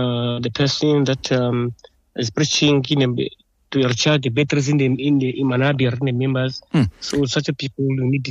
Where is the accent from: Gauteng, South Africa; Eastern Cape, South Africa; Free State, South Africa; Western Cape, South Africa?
Western Cape, South Africa; Khayelitsha; now in Langa, South Africa; Remember that I studied in Langa. Originally, I'm from Khayelitsha. So I moved here to Langa in 2009 to do this job of imamat.